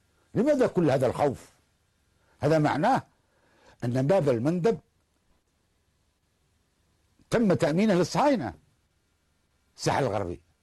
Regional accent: Yemen

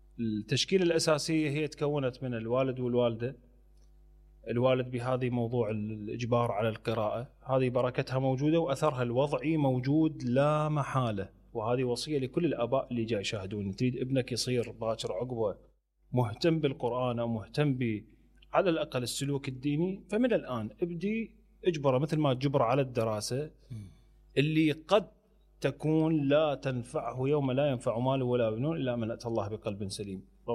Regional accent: Iraq; المطبخ بعد ذلك ومبكر يعني انفتح صار اوبن على الصاله، هذه موجوده هذه ما كانت عندنا بالعراق.

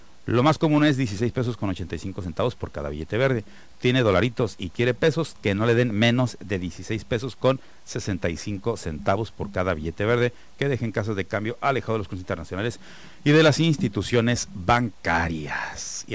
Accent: Tijuana, Baja California, Mexico; los que somos de Tijuana

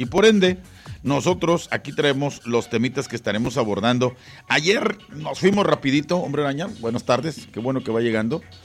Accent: Guadalajara, Jalisco, Mexico; now in Tijuana, Mexico; Yo soy de Guadalajara, Jalisco, México. Sí, señor. Orgullosamente. Yo no puedo decir que soy de otra parte.

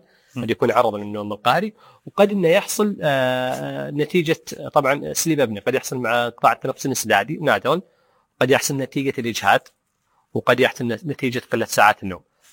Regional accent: Saudi Arabia

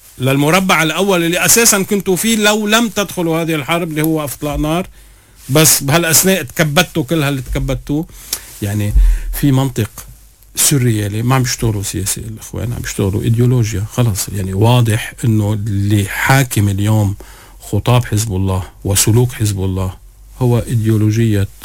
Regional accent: Lebanon; أنا لبناني

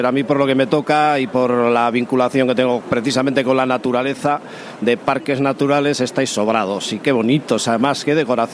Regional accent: San Sebastián, Basque Country, Spain; en San Sebastián, de donde vengo yo

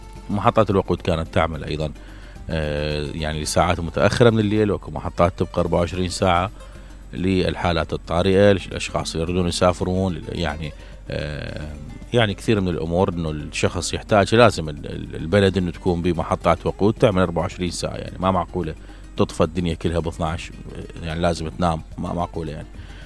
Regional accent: Basra, Basra Governorate, Iraq; عندنا بالبصرة

